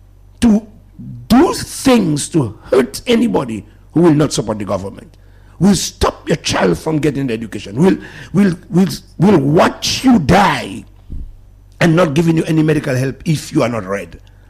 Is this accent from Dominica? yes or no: yes; Dominica; I born and bred in Dominica